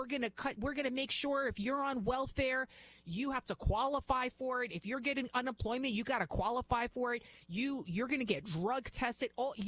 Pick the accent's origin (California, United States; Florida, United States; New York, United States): New York, United States; Bronx; Where I'm from in the Bronx, right? You could probably tell I'm from the Bronx originally. That neighborhood used to be all Irish, all Catholic.